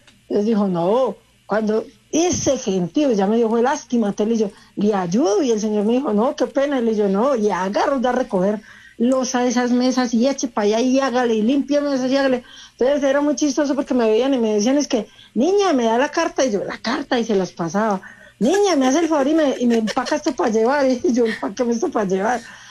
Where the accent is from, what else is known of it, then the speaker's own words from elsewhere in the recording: Manizales, Caldas, Colombia; Yo soy de Manizales, Caldas, la ciudad